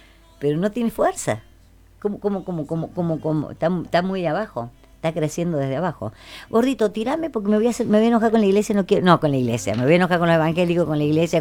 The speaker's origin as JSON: {"language": "Spanish", "region": "San Luis", "country": "Argentina", "said": "Los argentinos, yo soy argentina"}